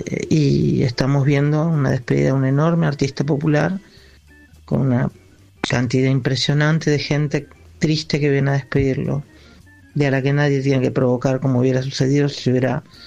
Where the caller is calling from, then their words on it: Avellaneda, Buenos Aires Province, Argentina; de Avellaneda.